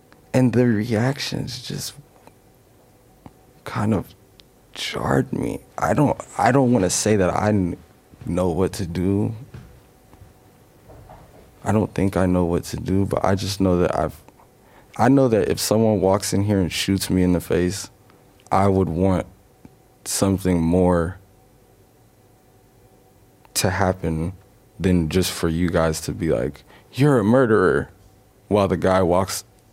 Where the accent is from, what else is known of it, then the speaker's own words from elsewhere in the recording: South Africa; And I'm South African. I was born in 94.